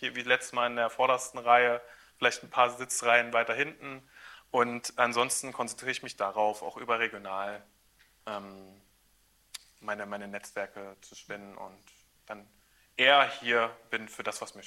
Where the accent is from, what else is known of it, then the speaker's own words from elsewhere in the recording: Saxony-Anhalt, Germany; Aber ich komme aus Sachsen-Anhalt